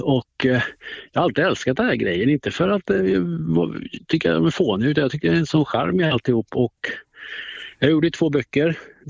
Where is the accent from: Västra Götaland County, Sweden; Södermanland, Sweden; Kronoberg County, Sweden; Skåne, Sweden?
Västra Götaland County, Sweden; Skara; born or raised there